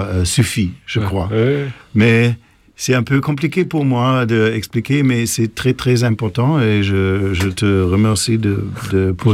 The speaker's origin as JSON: {"language": "French", "country": "Germany", "second_language": "French", "said": "comme je suis allemand, et je suis né en 1962"}